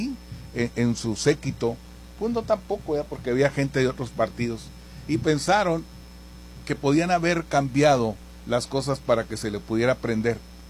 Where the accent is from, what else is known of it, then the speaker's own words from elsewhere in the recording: Mexico; esa convicción de que somos mexicanos y esa situación de amor a la patria